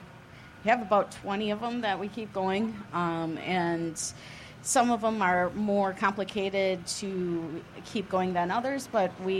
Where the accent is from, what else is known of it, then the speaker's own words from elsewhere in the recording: Oshkosh, Wisconsin, United States; I am from Oshkosh, Wisconsin, born and raised here, about 5 minutes away from the airport my entire life.